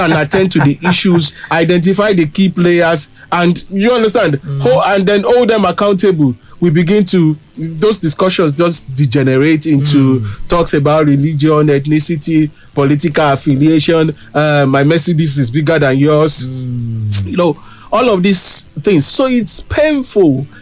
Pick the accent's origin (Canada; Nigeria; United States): Nigeria; first as an individual, and then as a Nigerian, then as an African, as a global citizen